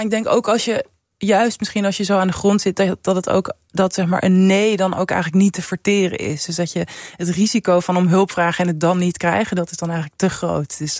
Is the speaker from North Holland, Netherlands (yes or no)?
yes; Amsterdam, North Holland, Netherlands; Nou, ik ben opgegroeid in Centrum Amsterdam en ik zat ook op een basisschool een beetje in de grachtengordel.